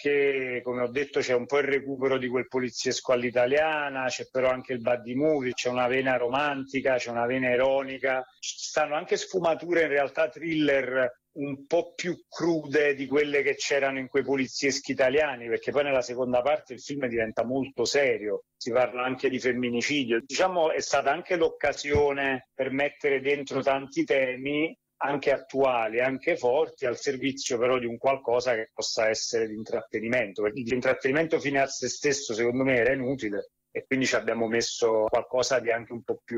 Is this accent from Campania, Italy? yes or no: yes; Naples, Campania, Italy; per me che sono napoletano